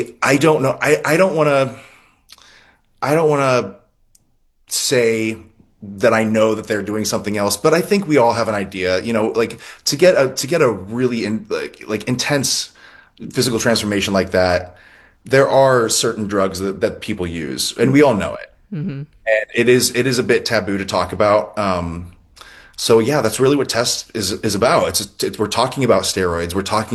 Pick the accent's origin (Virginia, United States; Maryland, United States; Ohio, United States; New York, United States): Ohio, United States; I'm from Tuscarawas County, mm-hmm. and it is the most beautiful place.